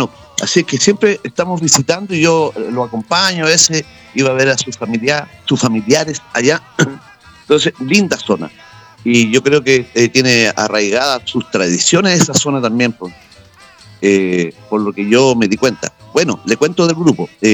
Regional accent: Villarrica, Araucanía, Chile; yo soy nacido y criado en Villarrica. Entonces ya, claro, yo escuchaba de chico folclore en el campo donde vivíamos nosotros, porque éramos campesinos.

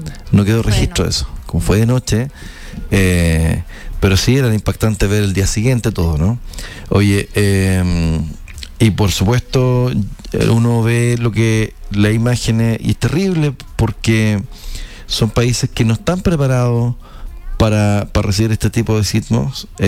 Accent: Chile; uno como chileno vivió esto.

